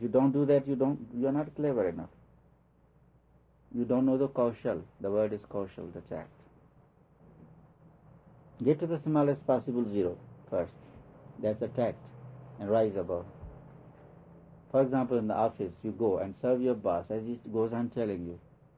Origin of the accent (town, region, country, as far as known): India; now in United States